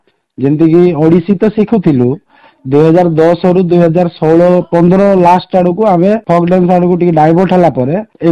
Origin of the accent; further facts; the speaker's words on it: Nabarangpur, Odisha, India; ମୋର ନବରଙ୍ଗପୁର ଘର।